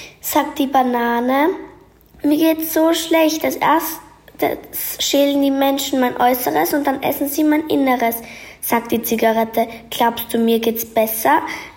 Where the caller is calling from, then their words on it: Kapfenberg, Styria, Austria; komme aus Kapfenberg.